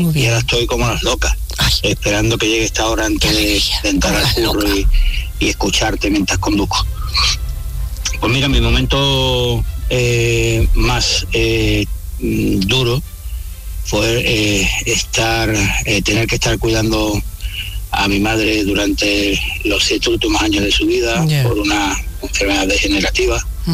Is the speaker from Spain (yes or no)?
yes; Málaga, Andalusia, Spain; soy de Málaga.